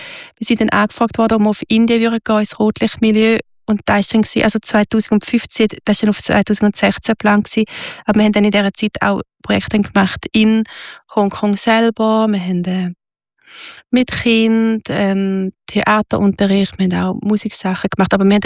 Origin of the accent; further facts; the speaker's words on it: Switzerland; Wo wir hinkommen, werden wir geliebt als Schweizer. Nur schon mit unserer weißen Haut werden wir überall geliebt.